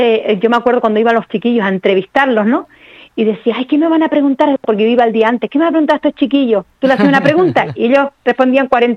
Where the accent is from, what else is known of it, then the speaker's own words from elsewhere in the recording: Icod el Alto, Canary Islands, Spain; mi gente, mis cochineros de Icodel, los cochineros de Icodel Alto